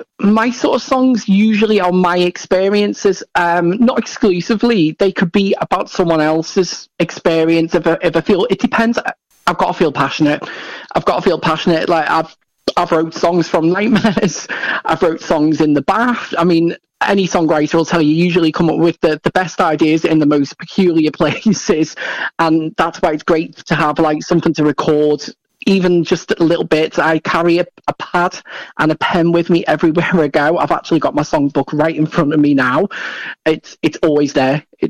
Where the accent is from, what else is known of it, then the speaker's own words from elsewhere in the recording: Liverpool, North West England, United Kingdom; I'm originally based from Liverpool, so I'm a Scouser, just like 30 Talk or Charlotte.